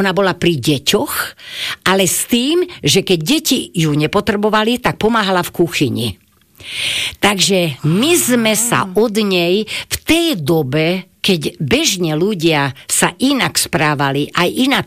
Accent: Bratislava, Bratislava Region, Slovakia; som z Podunajských Biskupíc, ale som dlhé roky žila na Februárke oproti Štolverku a potom na Sibírskej ulici.

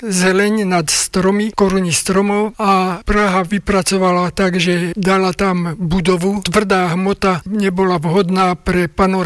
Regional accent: Záhorie, Slovakia; also born or lived in Trnava; Som zo Záhoria, trávil som gymnaziálne roky v Trnave, 8 rokov v Trnave a to v detskom domove.

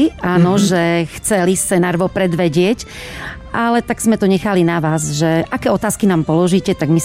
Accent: Dlhé Klčovo, Prešov Region, Slovakia; veď srdcu najmilšia je moja rodná dedina. Čiže táto dedina je mi najmilšia, títo ľudia sú mi najmilší, ja s nimi trávim každý deň

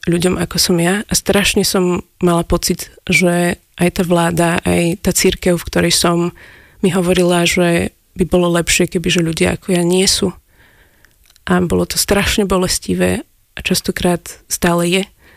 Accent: Bratislava, Bratislava Region, Slovakia; Moja mama je z Prešova, a môj tatino je z Gvinej. Takže, ale ja už som Bratislavčan.

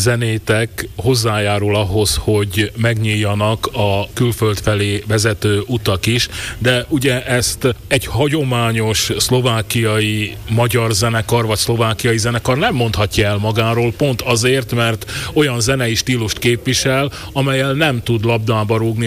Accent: Karcsa, Borsod-Abaúj-Zemplén, Hungary; Én Karcsánról származom, nekem a szülőfalum a Móroczkarcsa, amely ott van Pinkekarcsa mellett.

